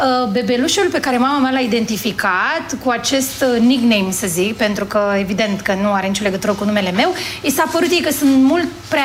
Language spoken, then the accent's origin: Romanian; Bucharest, Romania; also born or lived in Stântava, Giurgiu; m-a crescut mama mamei mele și am crescut undeva prin Ferentari, tot la casă, în curte, pe bătătură